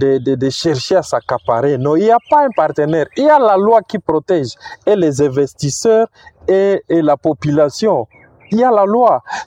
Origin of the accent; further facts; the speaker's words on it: Butembo, North Kivu, DR Congo; chez moi à Butembo.